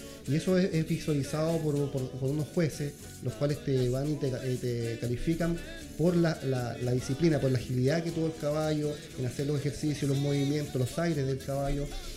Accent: Longaví, Maule, Chile; Siempre donde voy digo que soy longaviano, chileno de Longaví, mis raíces siempre han sido Longaví, así que siempre con mi pueblo encima, siempre nombrando a mi pueblo donde quiera que vaya. Longaví está en mi corazón y siempre voy ahí.

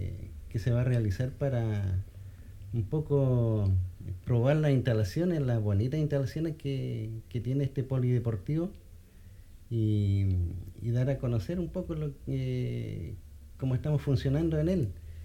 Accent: Talcahuano, Biobío, Chile; also born or lived in Santiago; now in Longaví, Chile; Talcahuano.

